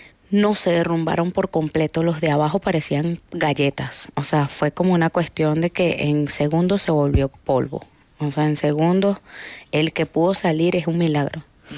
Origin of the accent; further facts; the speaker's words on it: La Guaira, Venezuela; crecimos en La Guaira, o sea, nacimos ahí, y yo, o sea, pasamos la tragedia de Vargas